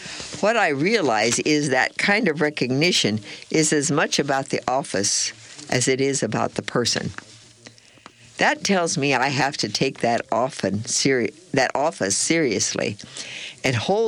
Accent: Alton, Illinois, United States; born there; It's a lovely thing that I was born in Alton.

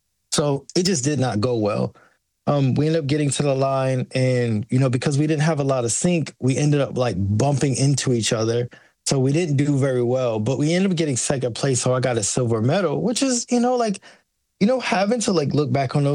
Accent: United States; born there; I'm an American kid.

